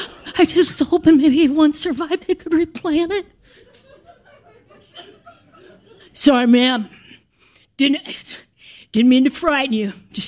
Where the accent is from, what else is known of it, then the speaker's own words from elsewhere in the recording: Duluth, Minnesota, United States; I'm from Duluth.